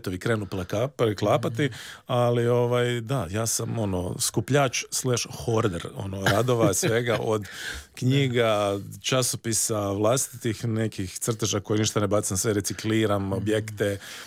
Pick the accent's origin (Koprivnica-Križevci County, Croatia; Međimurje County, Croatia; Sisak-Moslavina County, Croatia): Sisak-Moslavina County, Croatia; Sisak; ja sam odrastao na Zibelu, koji je onako vrlo prekrasan dio Siska, koji je u bligu, kupalište Zibel, tamo je rijeka, klizalište, sve nam je to bilo blizu i odrastao sam u zgradama.